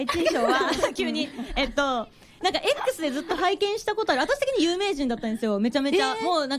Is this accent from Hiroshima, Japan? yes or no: yes; Hiroshima, Japan; accent: Hiroshima intonation; ちょっとイントネーションが広島県バージョンで申し訳ないんですけど